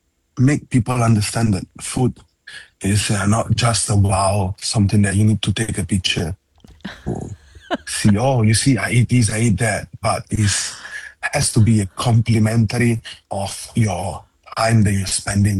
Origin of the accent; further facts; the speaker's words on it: Genoa, Liguria, Italy; also born or lived in Calabria; now in Singapore; We stay in my hometown, it's Genova.